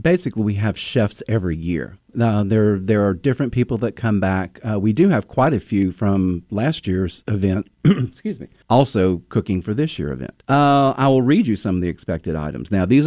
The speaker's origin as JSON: {"language": "English", "town": "Baton Rouge", "region": "Louisiana", "country": "United States", "tie": "born or raised there", "lives_now": "Asheville, United States", "said": "Outside of Baton Rouge, Louisiana. So the Cajun food is something of which I'm really familiar."}